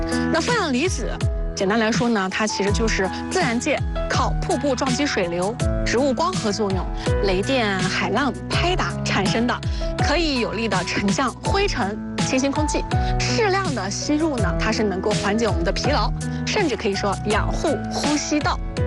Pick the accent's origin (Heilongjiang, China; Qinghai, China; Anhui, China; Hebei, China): Anhui, China; Lu'an; ，那现在呢，我是来到了位于我的老家安徽六安的安徽天堂寨风景区。